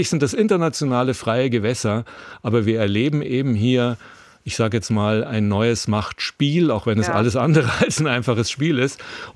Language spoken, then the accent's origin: German; Germany; wir als Deutsche, als Europäer